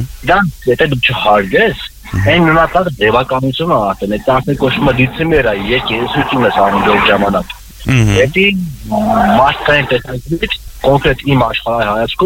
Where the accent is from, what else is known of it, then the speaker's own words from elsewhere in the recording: Gyumri, Shirak, Armenia; now in Yerevan, Armenia; ես երկու տարի էլ Հայաստանում տաքսի եմ քշում, հենց Երևանում, ես ինքս Գյումրից եմ